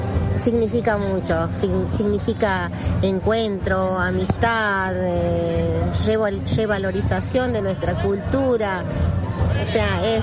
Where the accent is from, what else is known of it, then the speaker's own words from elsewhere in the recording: Argentina; Sí, de hecho, yo como argentina ya somos campeones